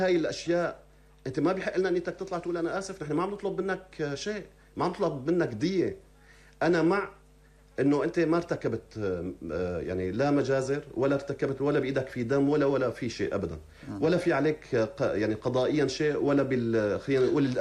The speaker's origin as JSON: {"language": "Arabic", "country": "Syria", "said": "أنا كمواطن سوري"}